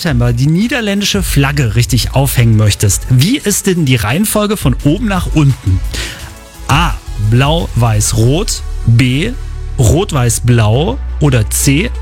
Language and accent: German; Leipzig, Saxony, Germany; ich komme ja gebürtig aus Leipzig